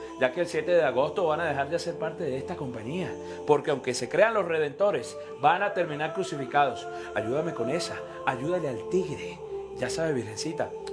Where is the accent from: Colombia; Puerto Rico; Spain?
Colombia; Caribbean Region; tú sabes que yo soy de la costa, tú sabes que yo soy del Caribe, el perrateo, el basile, la vaina